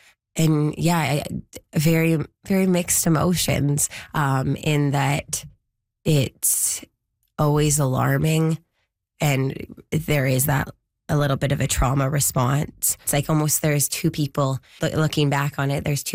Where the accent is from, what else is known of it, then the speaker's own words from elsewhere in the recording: Vancouver, British Columbia, Canada; I'm from Vancouver area, lower mainland.